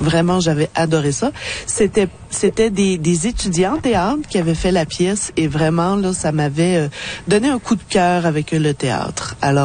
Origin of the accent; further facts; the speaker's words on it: Quebec, Canada; je suis originaire du Québec